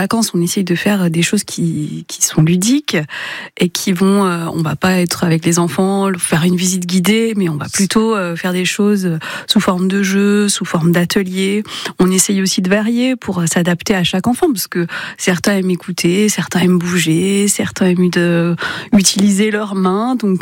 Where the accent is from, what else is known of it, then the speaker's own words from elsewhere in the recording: western France, France; now in Dijon, France; puisque je venais pas de Dijon, j'étais de l'ouest de la France, donc je suis arrivée ici en même temps que mon stage.